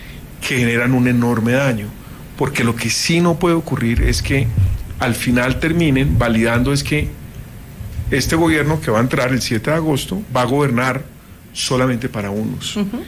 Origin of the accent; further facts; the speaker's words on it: Colombia; Nosotros como colombianos necesitamos un antídoto urgente contra el odio de clases.